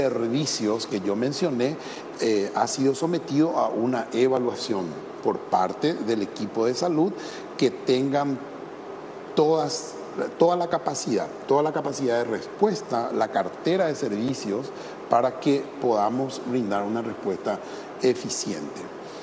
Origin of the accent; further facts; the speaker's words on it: Paraguay; La satisfacción de sentir en primer lugar como paraguayo, ¿verdad?